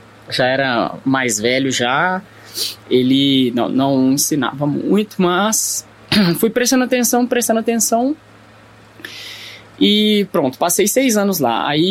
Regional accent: Belo Horizonte, Minas Gerais, Brazil; Eu nasci e fui criado no Barreiro.

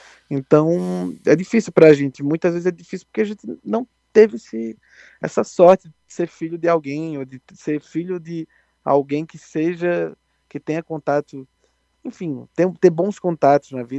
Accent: Arapiraca, Alagoas, Brazil; Arapiraca, que é a minha cidade natal, interior de Alagoas

